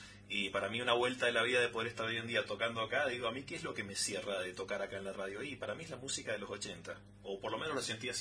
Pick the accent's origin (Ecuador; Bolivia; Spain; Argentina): Argentina; Malargüe, Mendoza; born there; also born or lived in San Rafael, Mendoza; Soy concebido en San Rafael, gestado acá en Malargüe, nacido en San Rafael, criado acá en Malargüe.